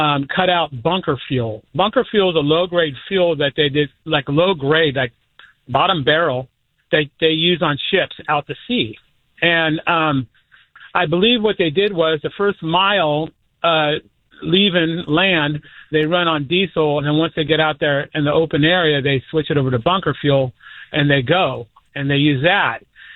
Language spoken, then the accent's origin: English; Sacramento, California, United States; now in Duluth, United States; I grew up in Sacramento